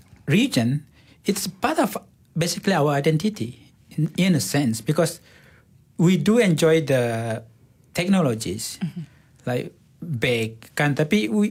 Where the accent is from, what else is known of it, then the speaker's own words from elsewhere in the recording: Long Lamai, Sarawak, Malaysia; I'm from Long Lamai. Long Lamai is one of the earliest settled Penan and we are the furthest in the middle of basically the heart of Borneo.